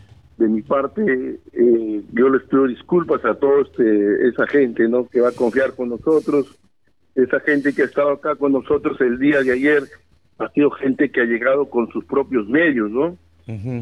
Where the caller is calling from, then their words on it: Olmos, Lambayeque, Peru; mi pueblo de Olmos